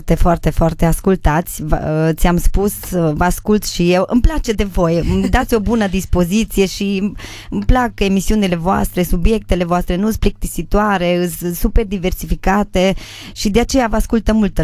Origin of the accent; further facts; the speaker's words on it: Baia Sprie, Maramureș County, Romania; Eu crescând în Baia Sprie